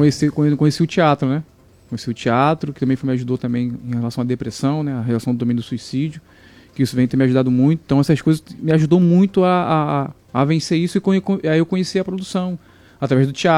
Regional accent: Saquarema, Rio de Janeiro, Brazil; moved away as an adult; now in Arraial do Cabo, Brazil; eu sou de Saquarema, né? Vim morar aqui em Arraial do Cabo

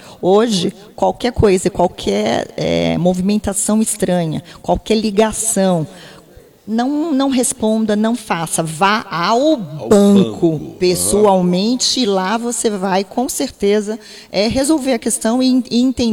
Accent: Santos, São Paulo, Brazil; born there; now in Cabo Frio, Brazil; Nasci em Santos.

